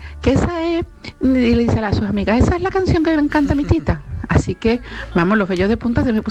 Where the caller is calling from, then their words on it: Seville, Andalusia, Spain; de Sevilla.